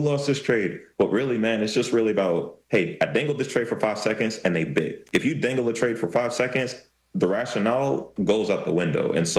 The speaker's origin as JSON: {"language": "English", "region": "California", "country": "United States", "tie": "born there", "said": "But yeah, I was born in California, actually."}